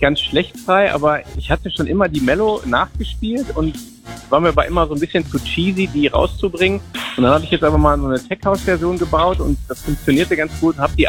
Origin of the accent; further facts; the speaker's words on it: North Rhine-Westphalia, Germany; Am Wochenende bin ich mal wieder in meiner Heimat im Ruhrgebiet.